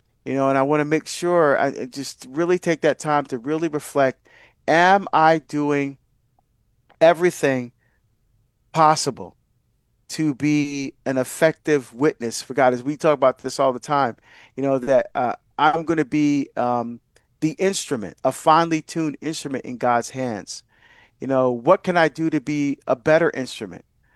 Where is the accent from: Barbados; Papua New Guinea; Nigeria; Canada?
Barbados; moved away; I'm from Barbados, and I'm getting a chance to go home and visit family. Most of my family are still there.